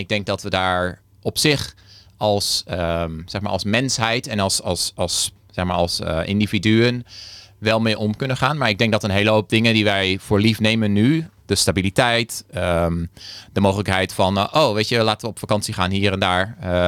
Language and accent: Dutch; northern Netherlands, Netherlands; hier in het waar ik vandaan kom in het Hoge Noorden